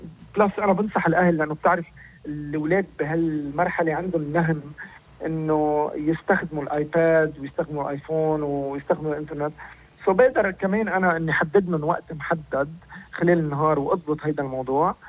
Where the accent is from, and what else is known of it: Lebanon